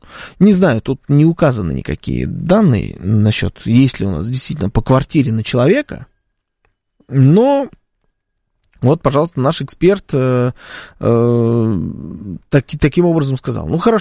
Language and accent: Russian; Moscow, Russia; accent: Moscow